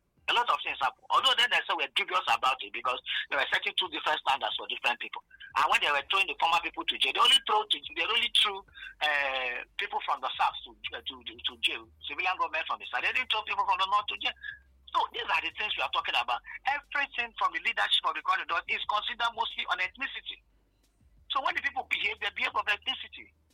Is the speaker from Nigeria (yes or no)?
yes; Warri, Delta, Nigeria; I grew up in Warri.